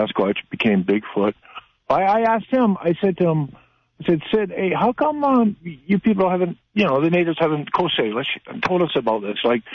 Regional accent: British Columbia, Canada; now in Alberta, Canada; I'm in Alberta now, but I was born and raised in Vancouver Island

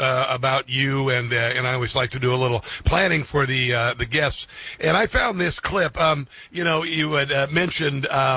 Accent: United States

